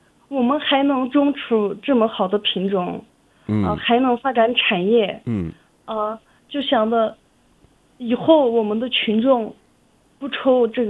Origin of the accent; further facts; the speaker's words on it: China; 因为我是这个叉龙的人，叉龙六个村的人都是我的家乡的人，都是我的乡亲们。